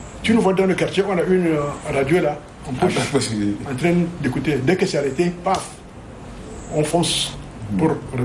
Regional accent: Romania; French is a second language; moved away as an adult; now in France

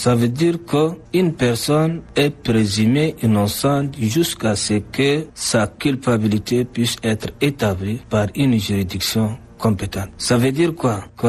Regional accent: Chad; Par exemple, chez nous au Tchad, dans la plupart des cas, on a ce qu'on appelle nos chefs de race et autres qui se réunissent quand il y a une infraction

